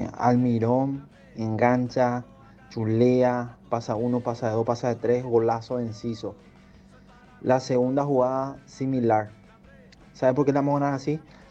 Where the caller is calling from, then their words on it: Paraguay; Soy paraguayo